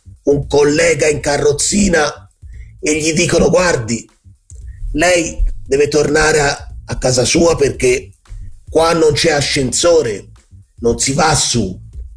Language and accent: Italian; Florence, Tuscany, Italy; Come fiorentino dico, come fiorentino.